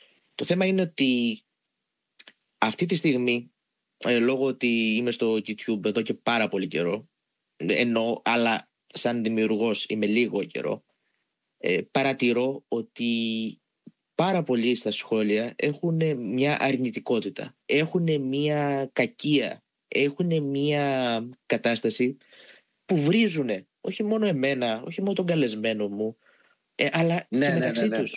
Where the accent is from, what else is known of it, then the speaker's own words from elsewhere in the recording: Greece; όχι επειδή είναι χώρα μου, όχι επειδή είμαι Έλληνας, αλλά επειδή έχουμε μια ιστορία, έναν πολιτισμό, μια κοσμοθέαση.